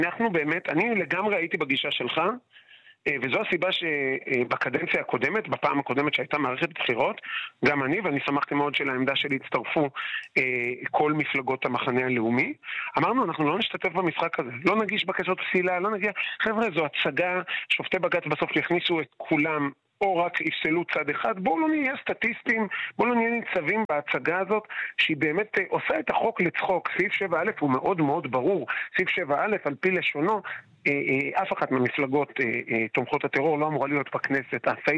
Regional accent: Bnei Brak, Tel Aviv District, Israel; born or raised there; moved away

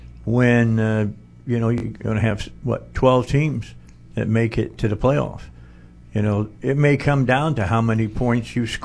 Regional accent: Indiana, United States; I grew up in Northwest Indiana during the Parseghian time and all of those great football coaches.

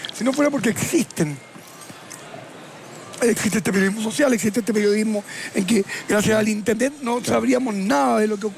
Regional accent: Chile; uno les dice, soy chileno

